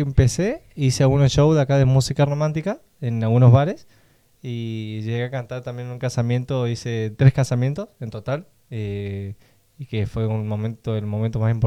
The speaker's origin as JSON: {"language": "Spanish", "region": "Córdoba", "country": "Argentina", "tie": "born or raised there", "also_born_or_lived": "Formosa", "moved": "as an adult", "lives_now": "Reconquista, Argentina", "said": "Yo soy oriundo, nací en Formosa y fui criado en Córdoba toda mi vida, hasta los 19 años, y después me vine para Reconquista."}